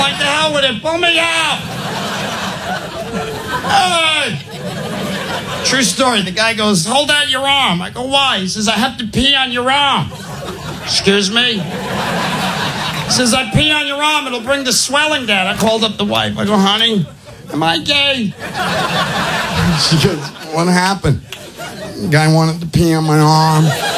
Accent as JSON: {"language": "English", "region": "New York", "country": "United States", "said": "Oh, no, I'm from New York. Maybe just let me hold my breath. You know, we're from New York. New Yorkers, we don't swim."}